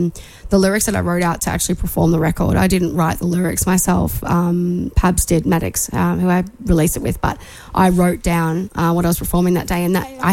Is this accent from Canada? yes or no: no; Australia; no, I'm actually Australian.